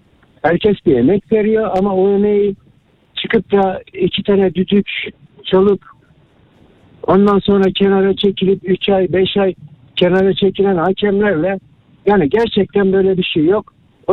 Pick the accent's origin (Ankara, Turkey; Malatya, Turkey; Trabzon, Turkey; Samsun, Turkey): Malatya, Turkey; now in Istanbul, Turkey; Malatya, İstanbul'dan arıyorum. Malatyalıyım.